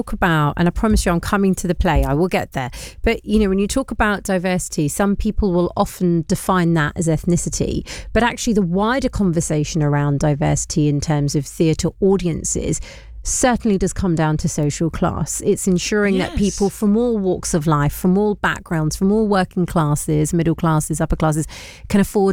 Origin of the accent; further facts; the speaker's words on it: London, United Kingdom; as biased as this might sound for me as a Londoner, there is something in the water here in London.